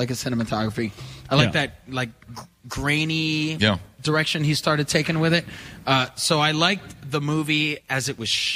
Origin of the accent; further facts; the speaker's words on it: Florida, United States; And I'm from South Florida.